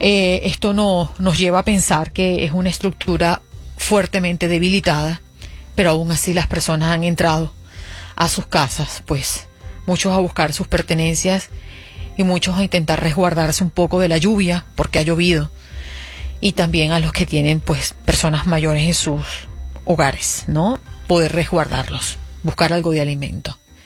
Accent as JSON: {"language": "Spanish", "country": "Venezuela"}